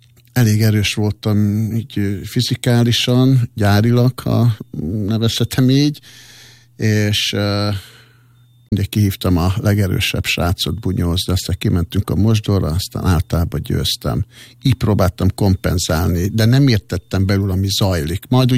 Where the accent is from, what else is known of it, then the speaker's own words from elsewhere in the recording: Budapest, Hungary; also born or lived in Ózd, Borsod; Aztán ugye felköltöztünk Budapestre, 18. kerületbe, Pestőrincre, egy családi házba. Hát annak is van egy külön sztoria, de most azt nem részletezném. Ugye nagy dolog volt, akkor időben egy cigány család felkötözik Budapestre